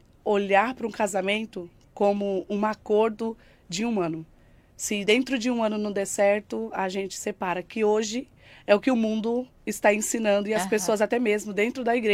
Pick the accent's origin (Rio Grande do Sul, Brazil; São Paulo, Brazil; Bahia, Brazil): São Paulo, Brazil; Guarulhos; born there; also born or lived in Itabaianinha, Sergipe; Não, a gente é de Guarulhos. Guarulhos.